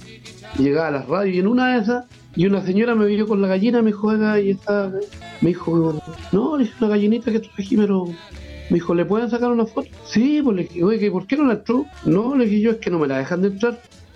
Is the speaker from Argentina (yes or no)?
no; Monte Águila, Biobío, Chile; yo tenía que ser mi pueblo, Monte Águila, así que de ahí nace como en representación al pueblo de Monte Águila, Monte Aguilino.